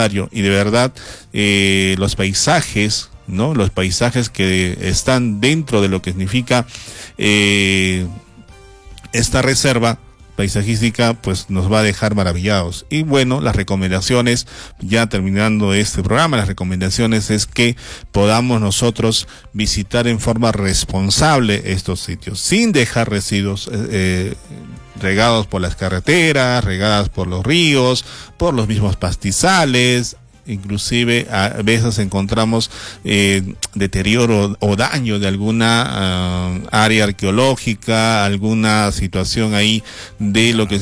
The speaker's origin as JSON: {"language": "Spanish", "region": "Arequipa", "country": "Peru", "said": "estamos inclusive como arequipeños, debemos al menos una vez visitar, conocer, interactuar con todas las comunidades de la Reserva Nacional de Salinas y Aguada Blanca que tenemos a pocos minutos"}